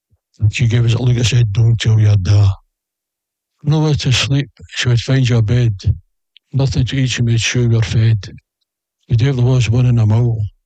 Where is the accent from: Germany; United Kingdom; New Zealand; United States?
United Kingdom; Scotland; And although I'm not into politics or anything like that, I'm Scottish. Although my dad was Irish, you know, he came from Sligo.